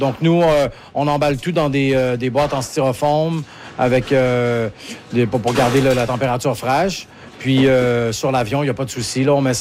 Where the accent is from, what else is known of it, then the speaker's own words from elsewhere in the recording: Montreal, Quebec, Canada; also born or lived in Vancouver; now in Montreal, Canada; moi, je suis parti de Montréal pendant 10 ans, entre 20 et 30 ans, pour travailler dans des restaurants un peu partout à travers le monde, à l'international. Donc, j'ai déjà habité ici à Vancouver.